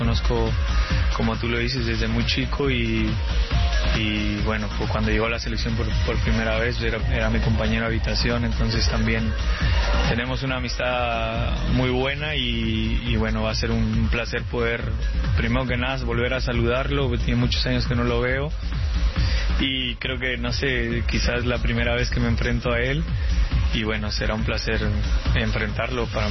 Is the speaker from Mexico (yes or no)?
yes; Mexico